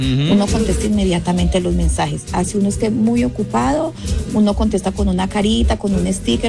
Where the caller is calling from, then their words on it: Santiago, Santiago Metropolitan Region, Chile; Te hablo desde Santiago de Chile.